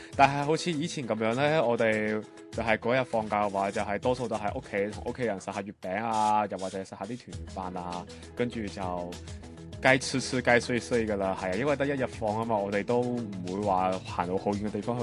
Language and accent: Cantonese; Macau